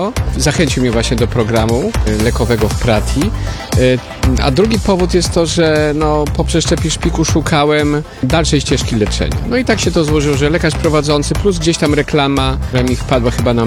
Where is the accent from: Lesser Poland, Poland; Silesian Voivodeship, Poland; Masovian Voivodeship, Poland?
Silesian Voivodeship, Poland; Tarnowskie Góry; Pochodzę z Podtarnowskich Gór, czyli z terenów Śląska.